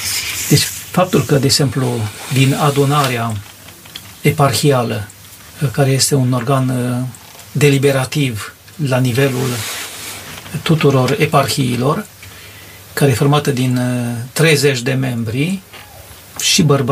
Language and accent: Romanian; Romania